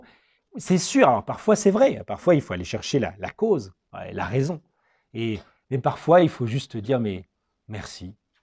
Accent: Metz, Grand Est, France; born there

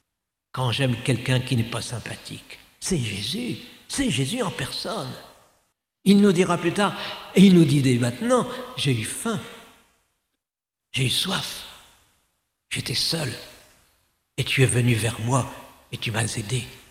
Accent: Cambrai, Hauts-de-France, France; Je viens de Cambrai

